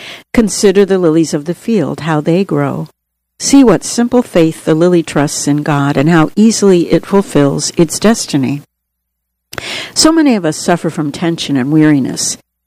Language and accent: English; Namibia; Growing up in Namibia, I witnessed strong communities rising despite hardship.